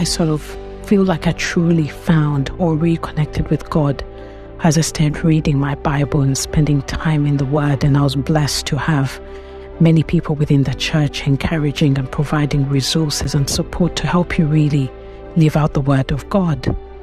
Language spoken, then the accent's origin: English; London, United Kingdom; moved away as an adult; I am from London. And I just want to say what a blessing Premier Christian Radio has been to me. I have been a Christian all my life, and a couple of years ago, I moved abroad to work somewhere in the Middle East